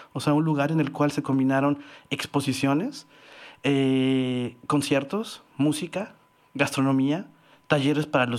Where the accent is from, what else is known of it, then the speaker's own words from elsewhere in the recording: Mexico; Y yo, sí, soy mexicano. Oh, wow, qué padre. Entonces, yo me daba cuenta que muchas veces por ser mexicano se me abrieron puertas